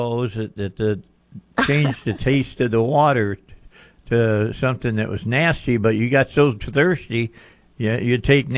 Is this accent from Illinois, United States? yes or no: yes; Illinois, United States; because I grew up outside of Chicago